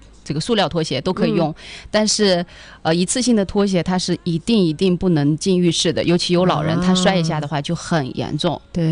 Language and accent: Chinese; Northwest China, China; 本身我们西北这边的话，我们的菜也比较重。